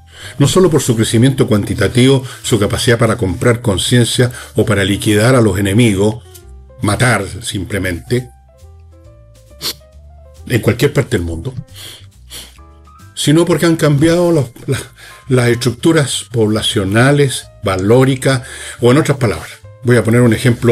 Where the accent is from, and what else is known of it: Chile